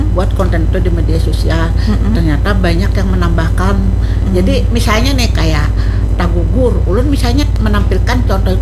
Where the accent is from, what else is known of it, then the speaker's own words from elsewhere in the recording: Barabai, South Kalimantan, Indonesia; Saya ulun ya berasal dari Barabai.